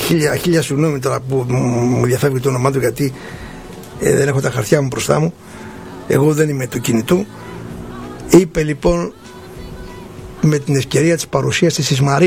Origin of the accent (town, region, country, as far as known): Chios, North Aegean, Greece